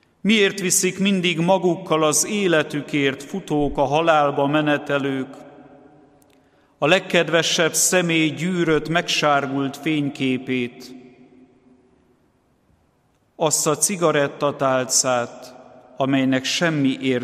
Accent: Hungary

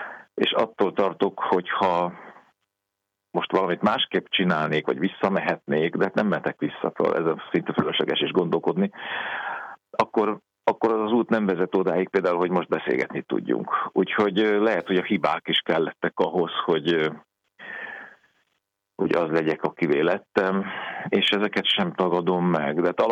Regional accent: Hungary; én elsősorban ember vagyok, magyar vagyok, apa vagyok, és minden utána jön.

